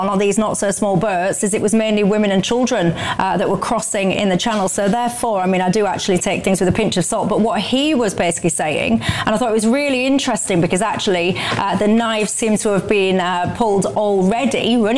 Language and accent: English; the north of England, United Kingdom; as a Northerner